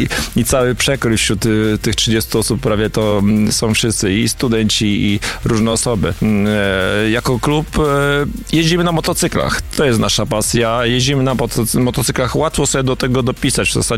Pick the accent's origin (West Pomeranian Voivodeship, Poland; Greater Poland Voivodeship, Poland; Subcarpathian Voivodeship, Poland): Greater Poland Voivodeship, Poland; Słupca; Flaga Słupcy i barwy Słupcy i to, że jesteśmy ze Słupcy i z powiatu słupackiego, choć nie tylko